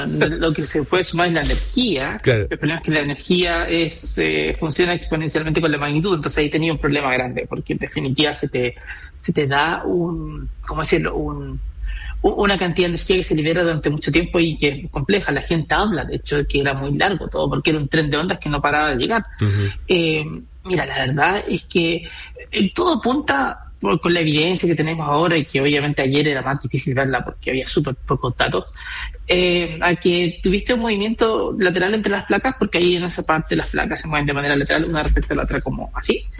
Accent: Chile; Yo creo que aquí se nos sale esta cuestión de que somos chilenos.

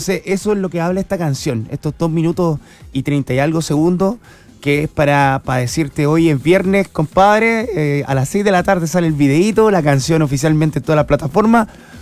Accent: Antofagasta, Chile; Yo soy de Antofagasta, del norte. Vengo siempre a Santiago.

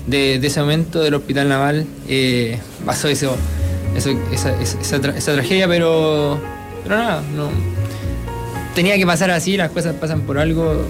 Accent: Hualpén, Biobío, Chile; moved away as an adult; also born or lived in Talcahuano; now in Santiago, Chile; nací en Talcahuano, pero viví toda mi vida en Hualpén hasta los 23 años que llegué acá a Santiago, aquí al Hotel Cara, la Residencia Deportiva.

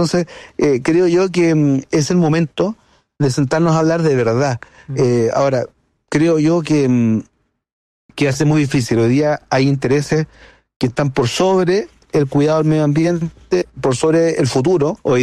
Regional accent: Concón, Valparaíso, Chile; yo nací en Concón cuando Concón era parte de Viña del Mar. Ya. Éramos una delegación.

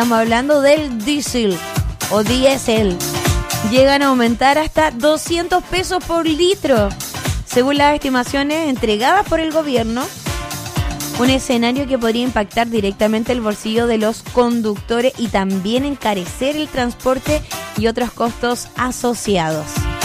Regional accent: Chile; nosotros, como buenos chilenos

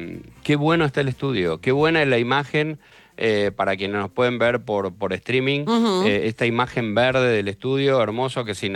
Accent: Argentina

